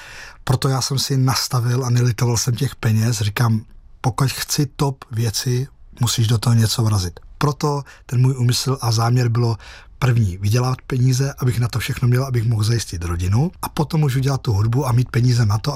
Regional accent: Plzeň Region, Czechia; s velkým svolením od rodiny Giňových z Rokycan, tím, že jsem vyrůstal na Rokycansku

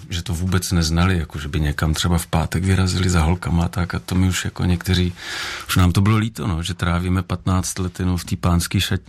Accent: Brno, South Moravian Region, Czechia; Narodil jsem se v Brně

